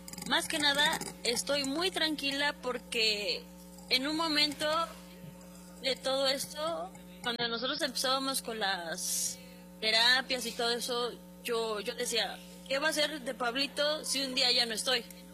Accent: Puebla, Mexico

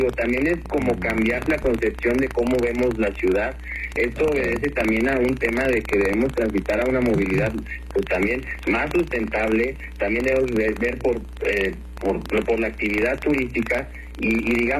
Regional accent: Mexico City, Mexico; now in Acapulco, Mexico; No, yo soy de la Ciudad de México.

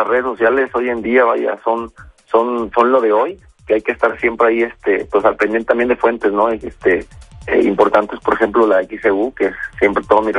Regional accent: Veracruz, Mexico; Ahora sí, va, como decimos los veracruzanos.

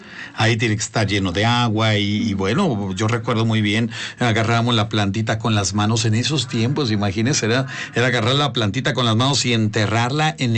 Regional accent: San Rafael Tlanalapan, Puebla, Mexico; San Martín Texmelucan, mi pueblo, San Rafael Tranalapan, con municipio en Texmelucan

